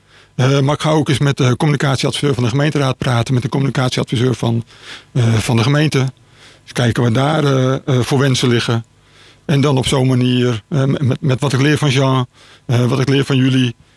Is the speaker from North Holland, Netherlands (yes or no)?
no; Soest, Utrecht, Netherlands; Ik ben 60 jaar, geboren en getogen in Soest.